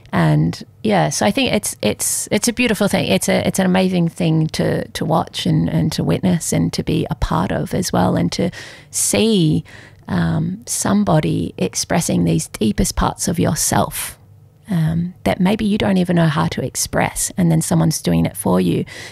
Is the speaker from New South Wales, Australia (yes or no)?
no; Melbourne, Victoria, Australia; moved away; growing up in Melbourne